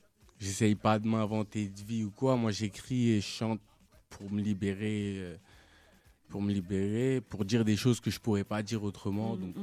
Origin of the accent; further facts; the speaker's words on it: Algeria; now in France; Je suis algérien.